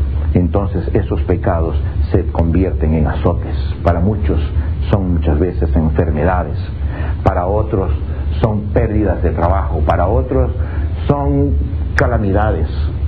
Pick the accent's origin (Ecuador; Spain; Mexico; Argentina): Ecuador; moved away; en mi país, Ecuador